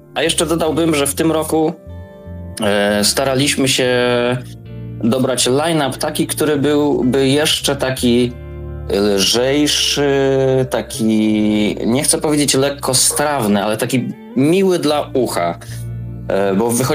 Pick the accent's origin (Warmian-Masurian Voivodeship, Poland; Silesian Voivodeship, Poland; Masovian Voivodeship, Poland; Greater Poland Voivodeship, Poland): Greater Poland Voivodeship, Poland; now in Poznań, Poland; my jesteśmy wszyscy okolice Poznania, wszyscy mieszkamy w Poznaniu, natomiast tam pochodzimy z różnych miejsc, ale też z tych okolic. Ostrów Wielkopolski, Jarocin, Poznań.